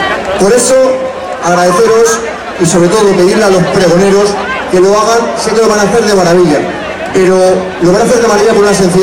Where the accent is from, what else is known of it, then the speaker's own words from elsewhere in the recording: Leganés, Community of Madrid, Spain; soy de Leganés y por eso vivo en Leganés y soy feliz